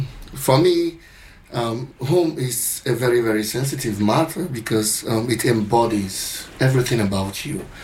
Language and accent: English; Ibeka, Abia, Nigeria; I'm from Ibeka Centrum.